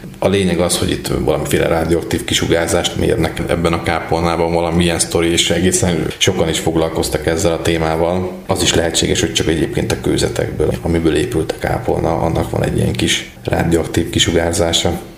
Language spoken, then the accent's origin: Hungarian; Kecskéd, Komárom-Esztergom, Hungary; Komárom-Esztergom megyében akkor, hát itt mindenképpen a szülőfalumnak a kápolnáját mondanám, a Kecskédi kápolnát.